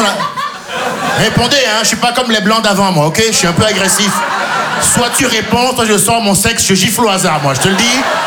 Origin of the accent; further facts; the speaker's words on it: Benin; also born or lived in France; dis, je suis franco-béninois. Ouais, mais je me dis, maintenant, quand les impôts, ils viennent, je suis béninois.